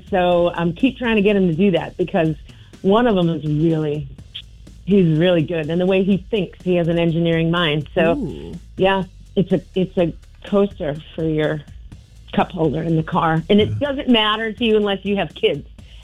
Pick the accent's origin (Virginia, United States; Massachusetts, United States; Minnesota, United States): Massachusetts, United States; Remember, I grew up in Massachusetts